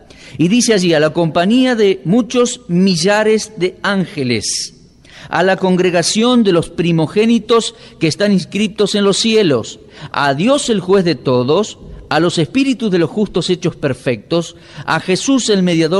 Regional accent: Argentina; Yo tengo pasaporte argentino porque, bueno, soy argentino

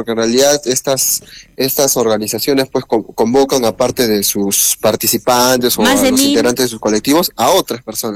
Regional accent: Arequipa, Peru; creemos que como arequipeños

